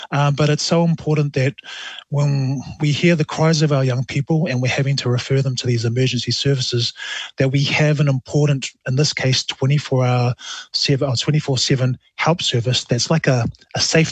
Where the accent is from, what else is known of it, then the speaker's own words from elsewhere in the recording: New Zealand; I come from up north, mum's side. We're from Ngāpuhi. And on dad's side, we come from Lotupoe and Alepata and also Vaisa Fata. So, yeah, but born and bred here in New Zealand.